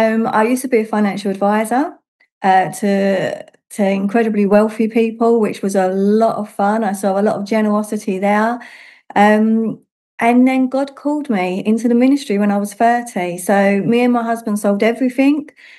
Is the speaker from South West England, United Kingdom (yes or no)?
no; London, United Kingdom; accent: London; moved away as an adult; now in Oxfordshire, United Kingdom; as someone who used to live in London, as you can probably tell by my accent